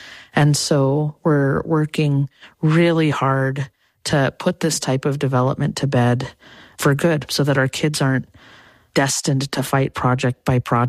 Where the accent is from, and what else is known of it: Clark's Point, Alaska, United States; born or raised there